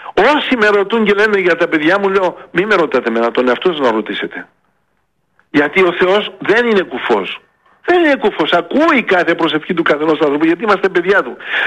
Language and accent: Greek; Greece; θα επιστρέφουμε πίσω στην Ελλάδα.